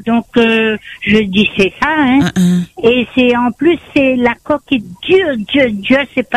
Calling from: Sainte-Anne, Réunion; Ben, je suis à Sainte-Anne.

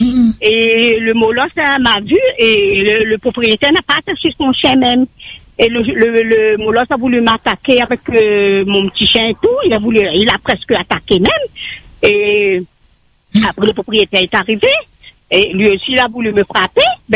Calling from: Saint-Denis, Réunion; Je téléphone de Moufia.

